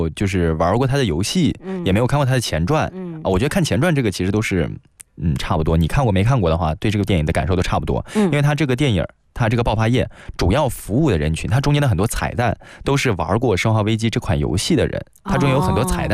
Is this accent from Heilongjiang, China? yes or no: no; Baoji, Shaanxi, China; 我老家是陕西宝鸡眉县的。